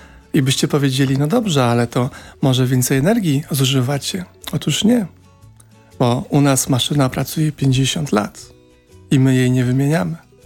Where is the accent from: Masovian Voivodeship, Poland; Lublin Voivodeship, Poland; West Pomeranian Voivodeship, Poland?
Masovian Voivodeship, Poland; Białobrzegi; jesteśmy z Białobrzegów nad Pilicą.